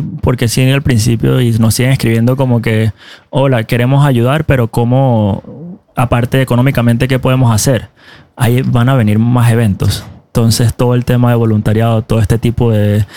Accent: Venezuela; now in Norway; Porque como venezolano a mí me duele mi país. Y en lo que yo pueda, desde la impotencia, desde que estoy lejos

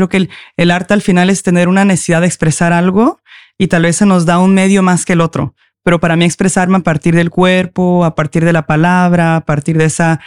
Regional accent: San Cristóbal de las Casas, Chiapas, Mexico; moved away as an adult; now in Norway; mi papá, que es de Camerún, yo nazco, y cuando tengo menos de 2 años se regresa a México conmigo. Entonces crecí en México con mi mamá, entonces el lugar en el que más he estado, donde pasé toda mi infancia, es en México, en San Cristóbal de las Casas.

